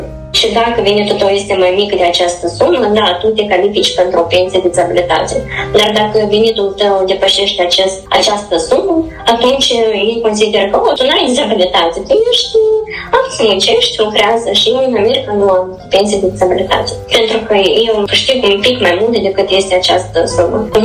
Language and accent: Romanian; Moldova; moved away; Moldova este mereu în inima mea și mă întorc de fiecare dată cu drag. Mă strădui în fiecare an să vin acasă